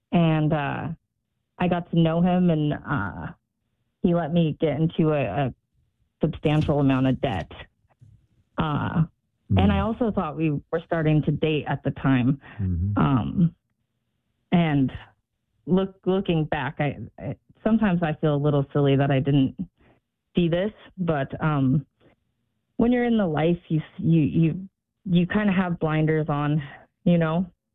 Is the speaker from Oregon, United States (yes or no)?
yes; Newport, Oregon, United States; born or raised there